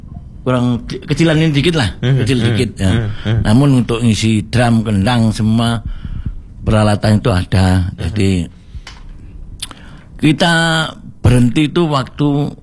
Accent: Malang, East Java, Indonesia; Saya kan orang Malang.

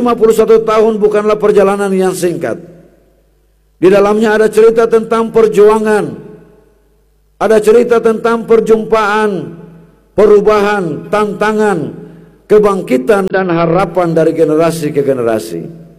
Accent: Ambon, Maluku, Indonesia; sebagai orang Ambon

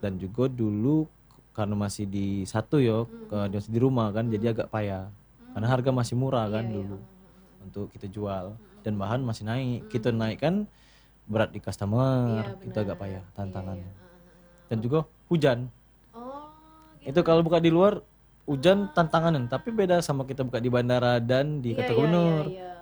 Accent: Bengkulu, Indonesia; also born or lived in Jakarta; Lahir di Jakarta tapi besar di Bengkulu.

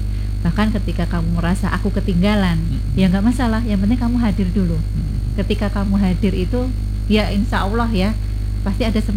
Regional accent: Java, Indonesia; now in Kalimantan, Indonesia; saya orang Jawa datangnya ke Kalimantan, anak saya tidak akan tahu seperti apa sih budaya Jawa itu.

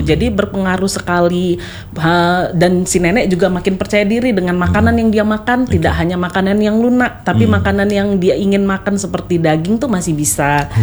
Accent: Medan, North Sumatra, Indonesia; Kebetulan saya asli Kota Medan.

